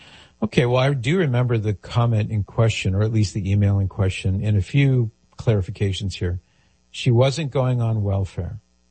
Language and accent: English; California, United States